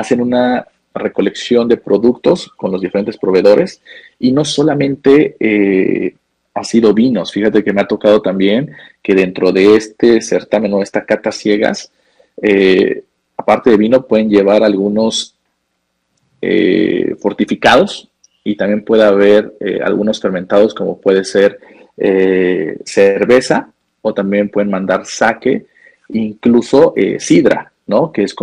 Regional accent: Puebla, Mexico; yo como poblano

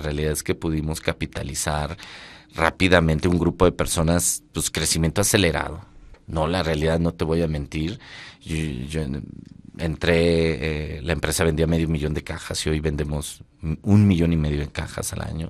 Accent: Mexico; aquí, de aquí soy. Aunque no sé nada de vino, ¿no? Como muchos mexicanos hoy día y en ese momento, ¿no?

